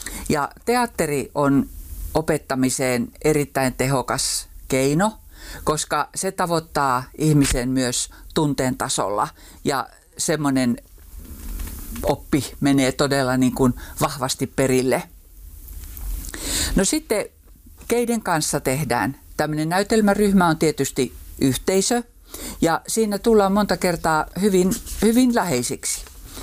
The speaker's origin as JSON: {"language": "Finnish", "town": "Rovaniemi", "region": "Lapland", "country": "Finland", "tie": "born or raised there", "also_born_or_lived": "Helsinki", "moved": "as an adult", "said": "Olen kyllä alun perin rovaniemeläinen, mutta tämmöinen paluumuuttaja. Eli olen syntynyt ja kasvanut täällä, mutta sitten työelämä vei moneksi vuosikymmeneksi Helsinkiin. Ja sitten kun muutin takaisin"}